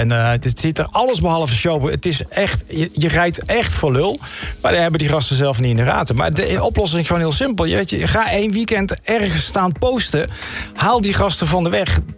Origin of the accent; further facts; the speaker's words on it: 's-Hertogenbosch, North Brabant, Netherlands; ik kom uit Den Bosch